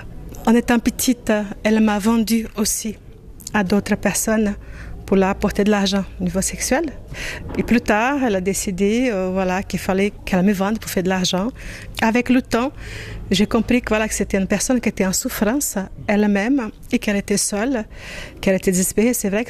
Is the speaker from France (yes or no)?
no; Brazil; moved away; Et c'est là que je suis partie, justement, du Brésil.